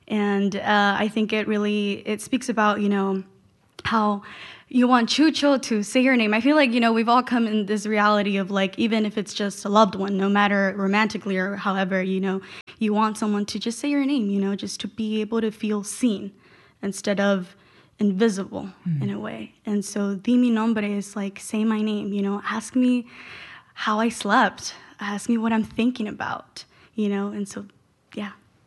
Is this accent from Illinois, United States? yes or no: no; Salem, Oregon, United States; moved away as an adult; now in Portland, United States; I was born in Portland, raised in Salem, and now I'm back in Portland